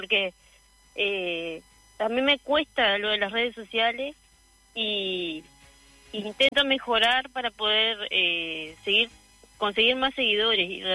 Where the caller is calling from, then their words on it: Colonia Gartenthal, Río Negro, Uruguay; yo en San Javier no vivo mismo, yo vivo en Colonia Gartenthal, es una colonia alemana.